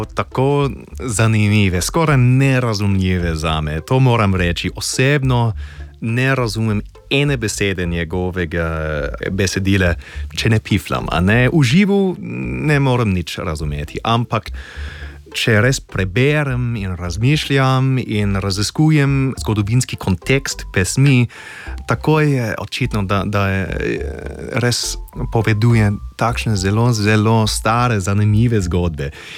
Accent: Australia; Slovenian is a second language; now in Slovenia; Iz Avstralije sem, moja angleščina je tako lepa, da a bom rabil slovenščino, v bistvu lahko živim tukaj brez slovenščine.

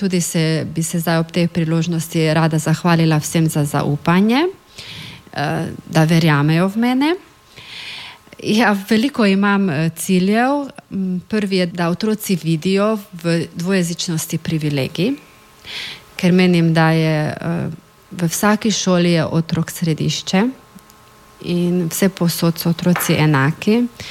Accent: Mura, Slovenia; Po narodnosti sem tudi Madžarka. Državljanstvo imam slovensko, moj materni jezik je slovenski, sem pa po narodnosti Madžarka. Živela sem v dvojezičnem okolju, v dvojezični družini.

